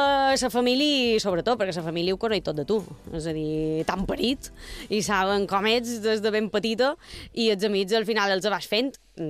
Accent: Palma, Balearic Islands, Spain; Sol contestar que sóc de Palma, però ja per les renyades que m'endui. Jo sóc de Sant Ferriol, tota la vida he viscut a Sant Ferriol. I és de Sant Ferriol, pensam que Sant Ferriol és un poble.

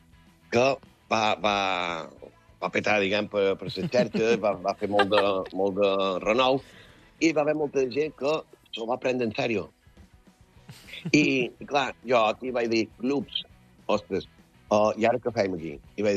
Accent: Balearic Islands, Spain; però era tan guapo, era tan viu, tan autèntic com a mallorquins

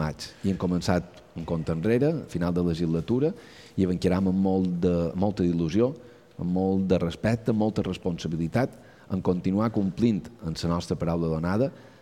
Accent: Mallorca, Balearic Islands, Spain; Som mallorquins

